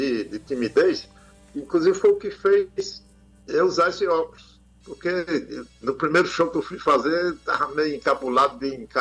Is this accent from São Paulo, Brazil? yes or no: no; Ceará, Brazil; eu sou um cearense grande demais, né? 1,93 m